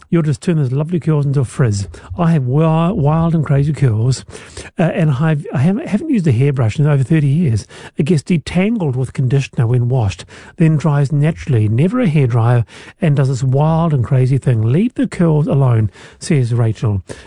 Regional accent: Nelson, New Zealand; born there; But when I was growing up in Nelson College

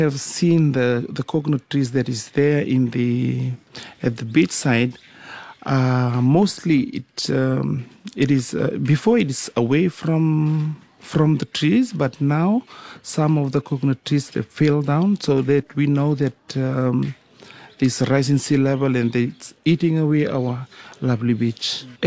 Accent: Waia Lebo, Western Division, Fiji; now in Waia Lebo, Fiji; actually I'm from Waia Lebo village in the Tikina of Waia, and currently living in the village and for years now

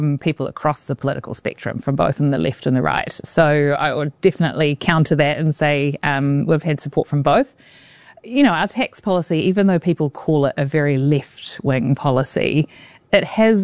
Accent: Auckland, New Zealand; moved away as an adult; also born or lived in London; I grew up in Auckland, spent 9 years in London, and now I want to make New Zealand as you know, as awesome as of a place it can be if I'm going to live here for the rest of my life

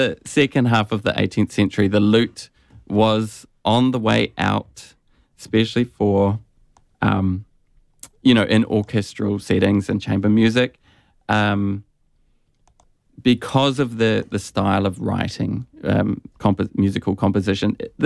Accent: Timaru, Canterbury, New Zealand; I'm from New Zealand.

